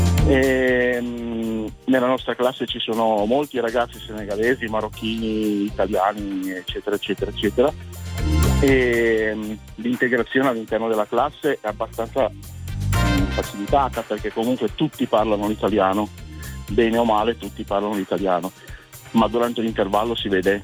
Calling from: Pombia, Piedmont, Italy; Chiamo dalla provincia di Novara, paese che si chiama Pombia.

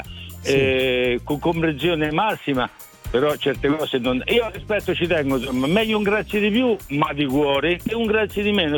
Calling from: Montefranco, Umbria, Italy; Io Montefranco, vicino Terni.

